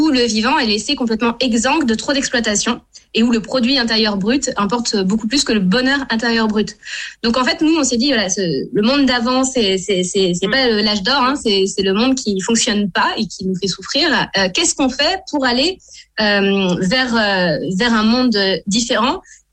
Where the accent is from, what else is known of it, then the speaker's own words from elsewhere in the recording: France; en tant que Français et Françaises